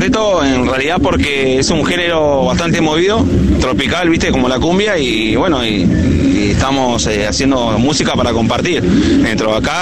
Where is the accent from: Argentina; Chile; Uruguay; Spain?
Argentina; Río Grande, Tierra del Fuego; somos todos acá fueguinos. La mayoría somos fueguinos, algunos otros son de otras provincias, pero la mayoría fueguinos.